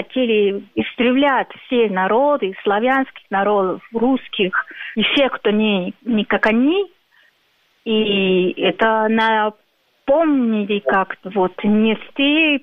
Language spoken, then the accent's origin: Russian; Colombia; moved away; Я, поскольку из Колумбии